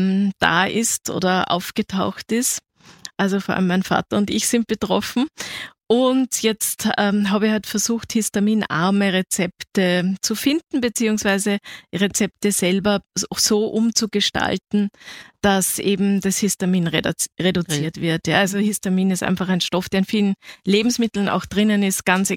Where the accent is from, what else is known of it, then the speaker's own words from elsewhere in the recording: Oberkappel, Upper Austria, Austria; also born or lived in Linz, Austria; ich bin in Linz geboren, aber im Mühlviertel aufgewachsen und bin eine typische Grenzlandbewohnerin. Also durch unseren Ort Oberkappel ist oder geht immer noch die Landesgrenze.